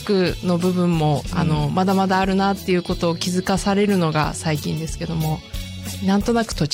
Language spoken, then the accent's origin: Japanese; Tokyo, Japan; also born or lived in Sapporo; now in Noboribetsu, Japan; 出身は東京です。